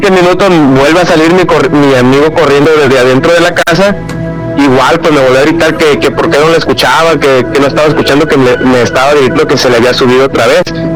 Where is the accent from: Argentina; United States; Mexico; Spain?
Mexico; Santiago Ixcuintla, Nayarit; pero pues tengo una historia que yo soy originario de Santiago Ixcuintla, Nayarit.